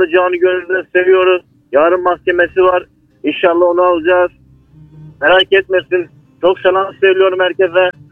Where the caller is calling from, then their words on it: Bafra, Samsun, Turkey; Samsun Bafra'dan arıyorum.